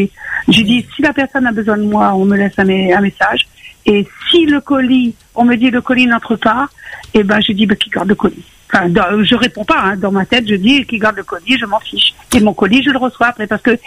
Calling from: Mayenne, Pays de la Loire, France; je suis en Mayenne

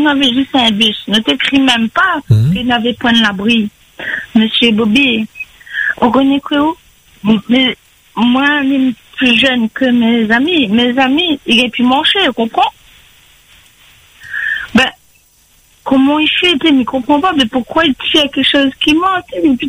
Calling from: Bois Blanc, Réunion; J'habite à Bois Blanc.

